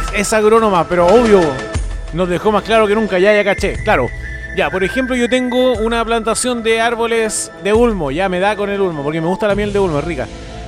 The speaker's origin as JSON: {"language": "Spanish", "town": "Talca", "region": "Maule", "country": "Chile", "tie": "born or raised there", "moved": "yes", "lives_now": "Viña del Mar, Chile", "said": "cuando voy a mi ciudad natal, en el CREA"}